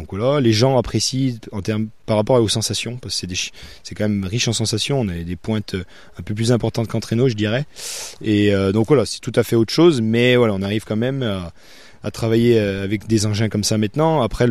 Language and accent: French; Auvergne-Rhône-Alpes, France; je suis originaire de Marle, dans ces eaux-là.